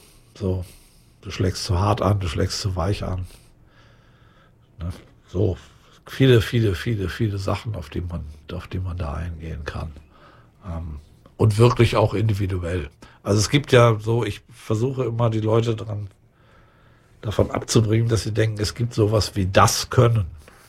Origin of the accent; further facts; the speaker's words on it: Lübeck, Schleswig-Holstein, Germany; moved away; ich komme ja aus Lübeck, ne? Ich bin so und ich habe mein Leben lang schon Heimweh.